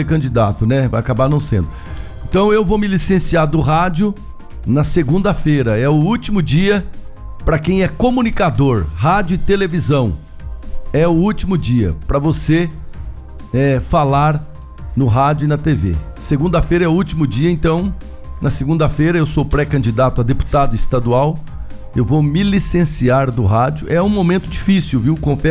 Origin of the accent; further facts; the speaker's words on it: Brazil; Eu sou brasileiro até debaixo d'água, não desisto nunca.